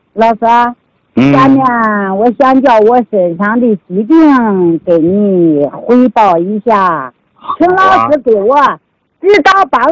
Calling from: Xinjiang, China; 我来自新疆。

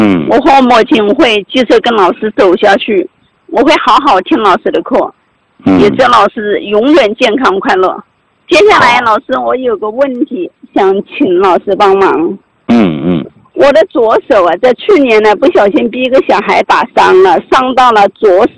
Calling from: Guangzhou, Guangdong, China; 我是来自广东广州地区的，

